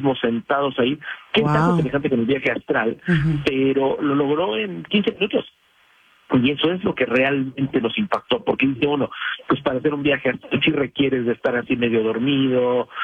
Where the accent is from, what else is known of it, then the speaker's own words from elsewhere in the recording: Mexico; allá en Monterrey, en Nuevo León, siempre en México, en mi país